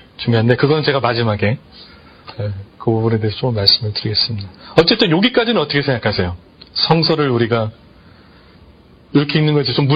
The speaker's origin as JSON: {"language": "Korean", "country": "South Korea", "moved": "as an adult", "said": "한국 사람들은 정말 레이시스트예요. 나 자신을 포함해서."}